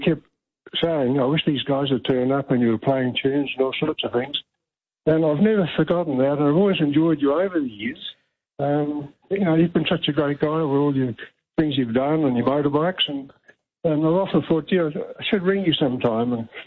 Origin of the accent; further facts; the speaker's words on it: New Zealand; moved away as an adult; also born or lived in England; now in Melbourne, Australia; I was born in England and grew up in New Zealand, but I came here in 81 with my job.